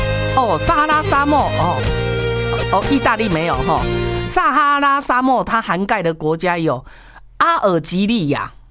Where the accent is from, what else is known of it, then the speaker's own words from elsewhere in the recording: Taiwan; 现在摩洛哥我们台湾人去不了了哦。